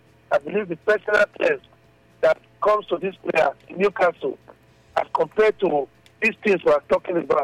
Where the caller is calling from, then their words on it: Benin; I'm calling from Benin.